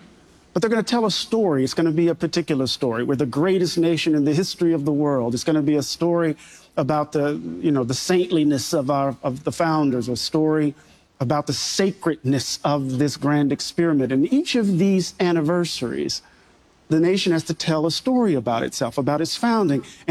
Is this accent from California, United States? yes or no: no; Mississippi, United States; Maybe it's because I'm from Mississippi.